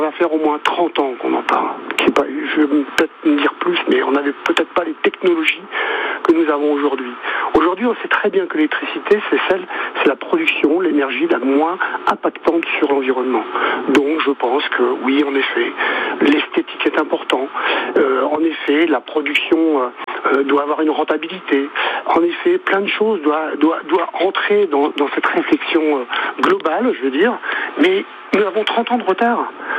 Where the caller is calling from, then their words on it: Jaillans, Auvergne-Rhône-Alpes, France; j'habite à Jaillant.